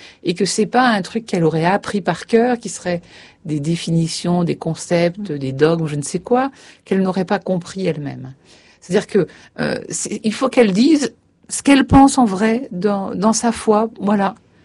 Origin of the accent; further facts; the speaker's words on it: France; je suis française au XXIe siècle, dominicaine certes